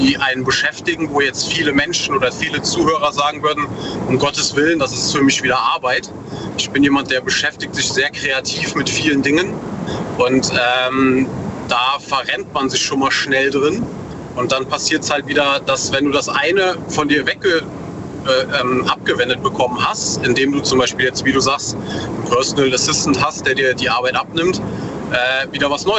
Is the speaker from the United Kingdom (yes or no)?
no; North Rhine-Westphalia, Germany; Aus der Eifel, NRW.